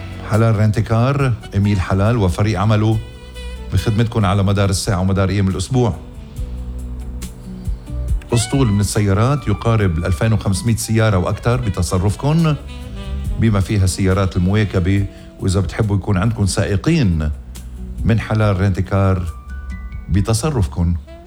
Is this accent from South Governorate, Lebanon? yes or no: no; Ghazir, Keserwan-Jbeil, Lebanon; أنا بضلني أقول ضيعتي غزير، ضيعتي مطرح ما ولدت الحدد ومسقط رأسي غزير